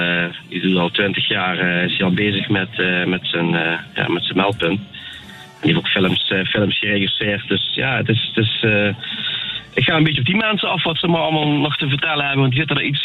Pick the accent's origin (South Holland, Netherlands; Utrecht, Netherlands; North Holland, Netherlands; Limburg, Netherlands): Limburg, Netherlands; maar ik vind het wel heel erg grappig als Limburger natuurlijk een film kan gaan bekijken wat ja, bij ons in de buurt heeft afgespeeld.